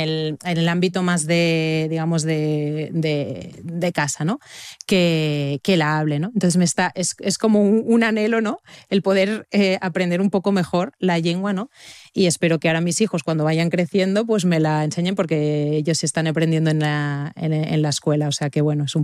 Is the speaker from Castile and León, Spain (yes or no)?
no; Barcelona, Catalonia, Spain; yo soy catalana, soy de Barcelona, y allí es muy natural pues hablar catalán, yo hablo catalán en mi casa con mis hijos